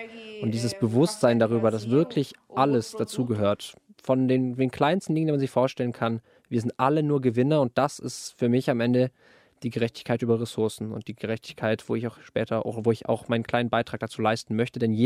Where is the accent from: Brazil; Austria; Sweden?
Brazil; als Frau, als Brasilianerin zu zeigen, wie ich hier lebe und was ich tue.